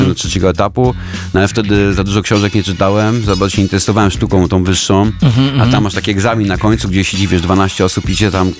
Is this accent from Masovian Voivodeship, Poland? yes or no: yes; Warsaw, Masovian Voivodeship, Poland; jestem z Warszawy, warszawiak